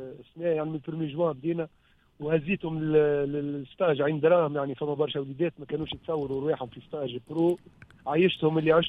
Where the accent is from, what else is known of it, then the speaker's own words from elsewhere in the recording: La Marsa, Tunis Governorate, Tunisia; born there; تعدينا مدرسه المرسى